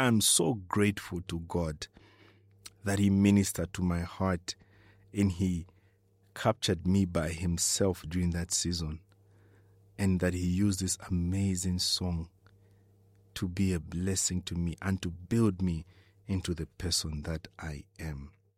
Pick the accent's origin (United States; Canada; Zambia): Zambia; I grew up in Kaloloshi and how I grew up in a Christian home. And I shared with you about my time at Impelembe Secondary School.